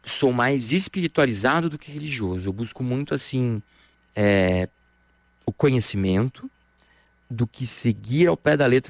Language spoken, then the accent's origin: Portuguese; Brazil; eu amo a minha vida, é muito legal aqui eu crescendo na Vila Militar, por exemplo, mas o mundo não é só isso.